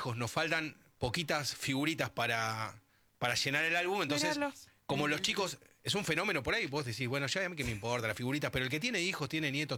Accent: Argentina; somos los argentinos.

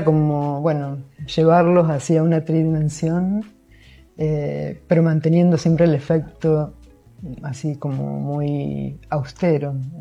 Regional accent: Rosario, Santa Fe, Argentina; Es muy veneciano, pero yo también soy de Rosario, así que el río Paraná lo tengo muy adentro.

